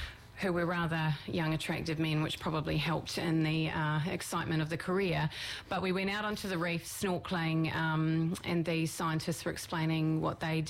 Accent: Hawke's Bay, New Zealand; I was so lucky growing up in Central Hawke's Bay.

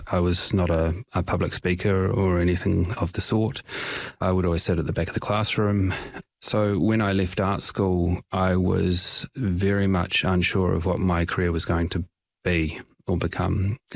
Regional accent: Dunedin, Otago, New Zealand; I grew up here in Dunedin

